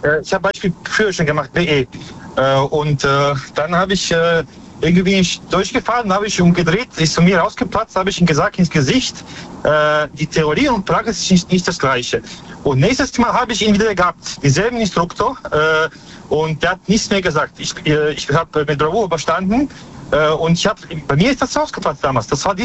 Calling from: Baden-Baden, Baden-Württemberg, Germany; Ich komme aus Baden-Baden.

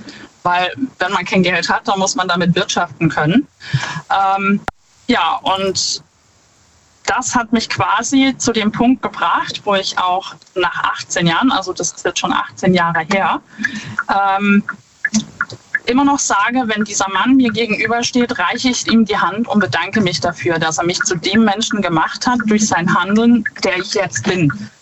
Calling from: Schwetzingen, Baden-Württemberg, Germany; Ich bin aus Schwetzing.

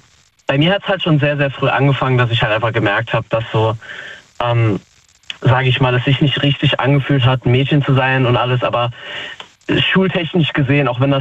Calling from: Falscheid, Saarland, Germany; Also ich komme aus Falscheid, aus dem Saarland.

